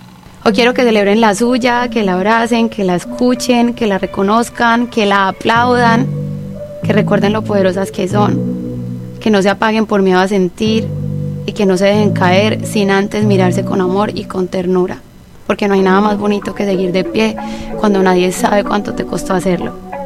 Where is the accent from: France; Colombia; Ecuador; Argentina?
Colombia; me alegra que haya sido este disco el que me llevara a escenarios tan increíbles este año, donde pude pararme no solo a representar mi bandera colombiana, sino a toda mi comunidad.